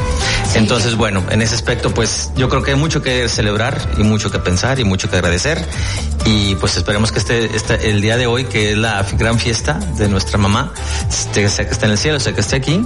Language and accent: Spanish; Mexico; Somos muy mexicanos, sí.